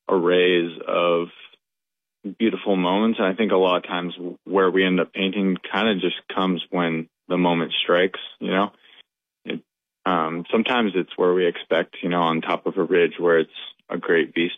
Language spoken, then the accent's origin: English; Montana, United States; now in Southwest Montana, United States; we've spent the last several years living in Southwest Montana, but we grew up in Northwest Montana.